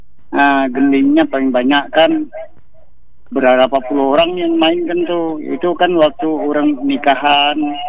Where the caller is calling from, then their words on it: East Kalimantan, Indonesia; Walaupun aku orang Kutai kan, tapi menantuku tuh Jawa itu, Mas.